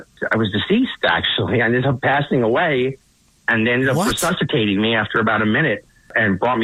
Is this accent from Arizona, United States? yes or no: no; Paramus, New Jersey, United States; in Paramus, my hometown